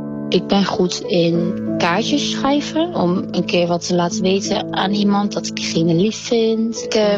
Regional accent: Hertme, Overijssel, Netherlands; also born or lived in Borne; Ik kom uit Herpme, een klein dorpje in Overijssel, die vaak niemand kent. Nou, ik woonde eerst in Borne, dat is een klein dorpje naast.

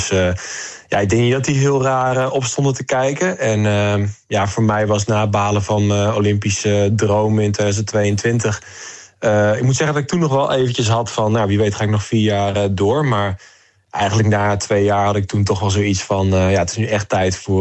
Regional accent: Deventer, Overijssel, Netherlands; En ik kom uit Deventer.

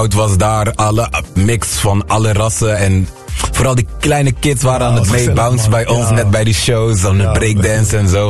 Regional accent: Aruba; born there; Ik ben op Aruba geboren, maar ik noem mijzelf altijd Afrikaan.

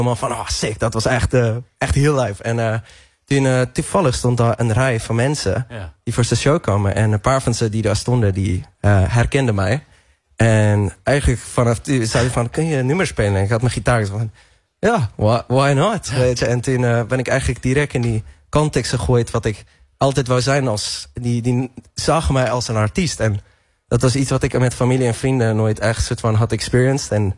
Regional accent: South Africa; Dutch is a second language; Ik ben opgegroeid in Zuid-Afrika.

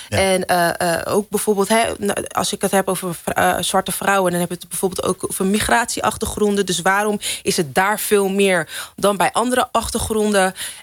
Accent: Netherlands; En ik ben geboren getogen in Nederland, maar ik ben wel opgevoed in een echt Nigeriaans huis.

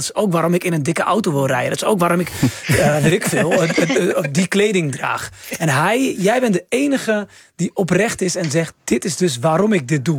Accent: Rotterdam, South Holland, Netherlands; also born or lived in Bleiswijk; Ik kom uit... Blijswijk is eigenlijk Rotterdam. Ja. Ik kom uit Rotterdam

